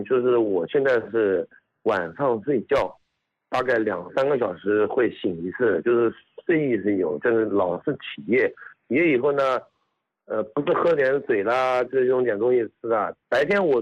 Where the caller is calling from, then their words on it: Jinhua, Zhejiang, China; 浙江金华的。